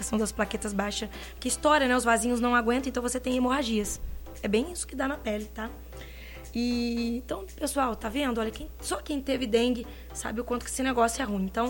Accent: Limeira, São Paulo, Brazil; sendo limeirense, é um orgulho muito grande

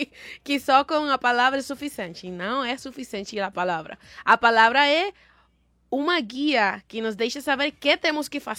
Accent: Puerto Rico; Portuguese is a second language; moved away; sou porto-riquenha

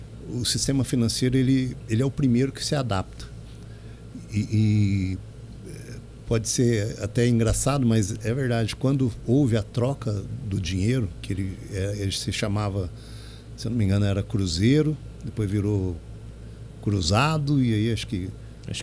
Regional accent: Olímpia, São Paulo, Brazil; also born or lived in Campinas; now in Monte Alto, Brazil; Na verdade, eu sou de Olímpia, sou da região.

